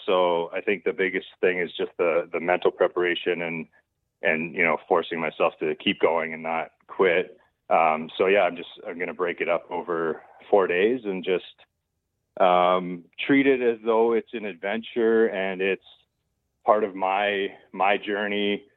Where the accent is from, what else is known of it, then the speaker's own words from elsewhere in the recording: Kearney, Ontario, Canada; So it was a spot that we went to a lot as kids. And then when my brother and I were older and we lived in Dorchester